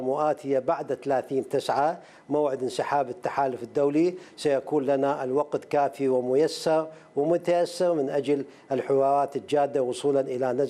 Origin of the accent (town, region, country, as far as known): Iraq